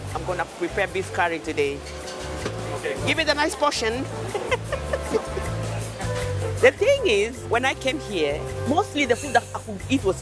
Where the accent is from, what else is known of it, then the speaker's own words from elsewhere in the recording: Tanzania; from Tanzania as well.